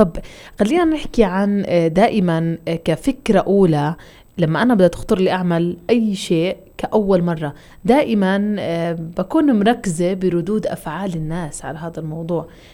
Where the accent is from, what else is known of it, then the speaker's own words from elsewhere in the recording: Palestine; إحنا نفس المحافظة ونفس خلينا نحكي يعني فلسطين واحدة